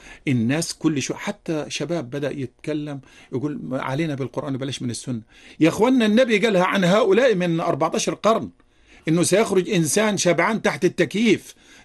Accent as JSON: {"language": "Arabic", "country": "Egypt", "said": "يا سيدي، بلدنا مصر عظمتها، عظمة مصر في أنها تحمي الإسلام وأمة الإسلام"}